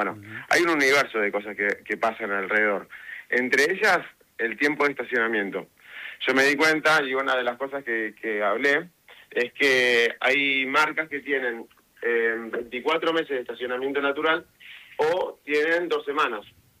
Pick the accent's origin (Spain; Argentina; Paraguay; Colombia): Argentina; Buenos Aires; Soy una persona de Capital Federal.